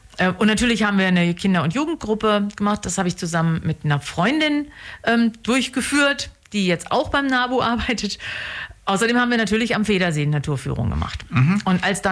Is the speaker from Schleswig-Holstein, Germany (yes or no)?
no; Hanover, Lower Saxony, Germany; moved away as an adult; now in Southern Germany; Sie hören vielleicht, ich komme nicht aus Süddeutschland. Ich komme aus Hannover ursprünglich und bin dann aber mit meinem Mann nach Süddeutschland gezogen